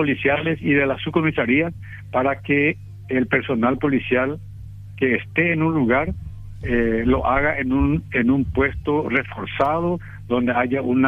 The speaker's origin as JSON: {"language": "Spanish", "country": "Paraguay", "said": "Somos fuerzas de seguridad, somos paraguayos"}